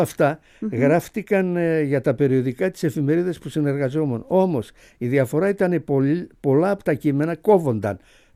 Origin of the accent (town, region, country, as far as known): Greece